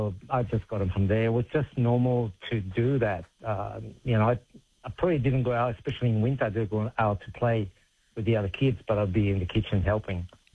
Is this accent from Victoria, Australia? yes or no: no; Sydney, New South Wales, Australia; born there; moved away; also born or lived in Europe; I was born in Sydney, but my parents were from Italy, and then I moved back to Europe, and I did live over there more than 30 years.